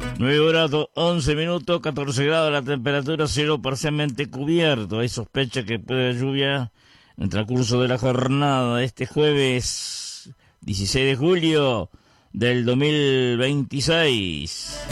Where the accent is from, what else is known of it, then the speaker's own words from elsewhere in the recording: Uruguay; como sudamericano me siento contento que haya ganado Argentina